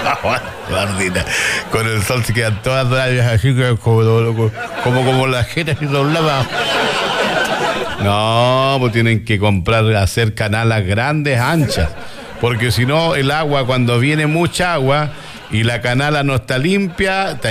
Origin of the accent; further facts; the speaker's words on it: Chile; somos los chilenos